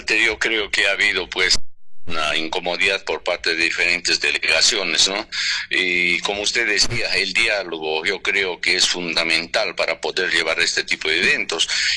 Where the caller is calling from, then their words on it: Santo Tomás, Cusco, Peru; aquí en Santo Tomás